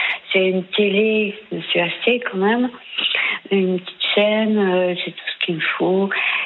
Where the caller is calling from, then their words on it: Vierzon, Centre-Val de Loire, France; Bah, je suis dans une pension de famille à Vierzon.